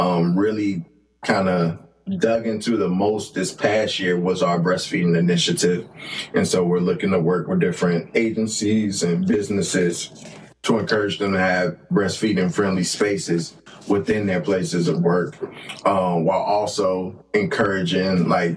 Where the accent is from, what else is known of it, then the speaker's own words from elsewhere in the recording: Gary, Indiana, United States; and so when I tell people I'm from Indiana, they quickly assume I'm a Pacers fan, I'm a Colts fan.